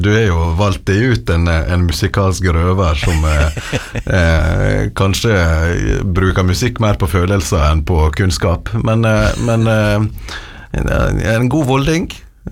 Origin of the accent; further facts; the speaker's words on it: Volda, Møre og Romsdal, Norway; Altså, jeg vokste jo opp I Volda, og kor og sånne ting.